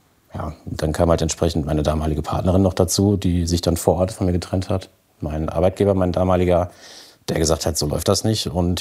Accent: Lüdenscheid, North Rhine-Westphalia, Germany; Und das ging dann irgendwann so weit, dass ich halt in das Elternhaus bin, wo ich aufgewachsen bin in Lüdenscheid

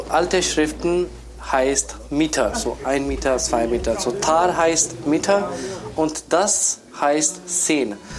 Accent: India; first language pa; German is a second language; Indische Sprache heißt Punjabi, das ist unsere Muttersprache.

